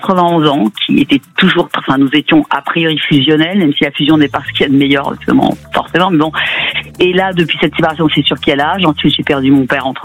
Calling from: Île-de-France, France; Des Yvelines.

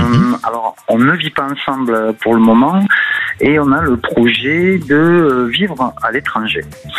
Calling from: Toulouse, Occitanie, France; j'appelle de Toulouse, j'ai presque 60 ans

